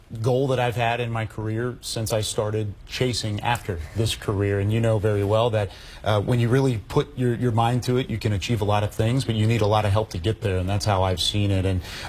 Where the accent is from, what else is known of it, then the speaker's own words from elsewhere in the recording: Texas, United States; I didn't have the fortune of growing up in Maryland or in Baltimore. I grew up in Texas